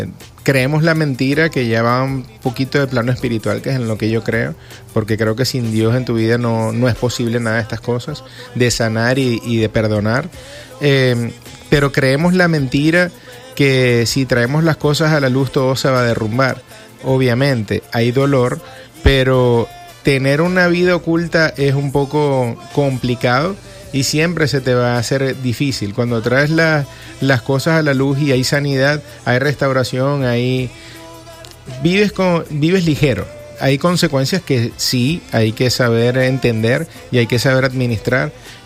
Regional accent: Venezuela; soy un cantautor venezolano que tengo ya algunos años en esta carrera de la música.

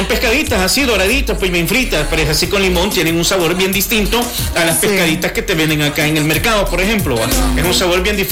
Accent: El Salvador; No, yo no, la verdad, ahí sí no, o sea, ahí sí no soy salvadoreño, pero eso sí no, la yuca la prefiero

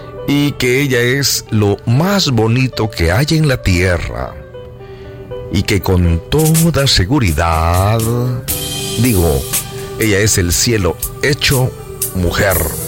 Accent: Sonsonate, El Salvador; de Sonsonate. Un gusto saludarlo y espero que toda la audiencia esté bien chévere.

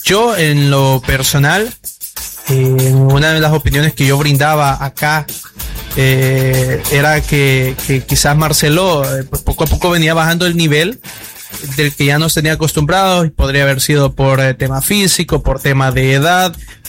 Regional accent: Sonsonate, El Salvador; los dos somos procedentes de Sonsonate

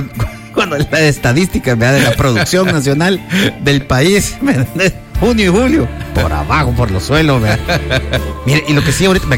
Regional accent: El Salvador; Somos salvadoreños, nos conocemos, vea.

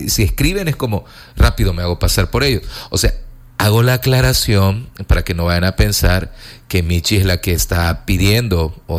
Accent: El Salvador; Lo que a veces nos ha tocado a nosotros como salvadoreño común.

